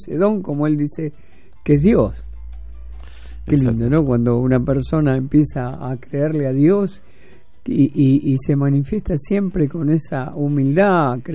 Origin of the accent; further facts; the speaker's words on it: Argentina; se paraliza el país cuando juega Argentina. Somos muy futboleros.